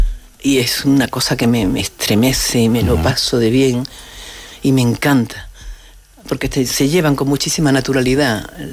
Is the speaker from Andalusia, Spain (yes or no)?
yes; Huelva, Andalusia, Spain; Yo soy de Huelva y me encanta el fandango, sobre todo los fandangos